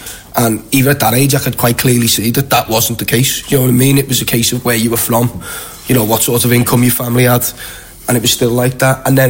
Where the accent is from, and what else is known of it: Liverpool, North West England, United Kingdom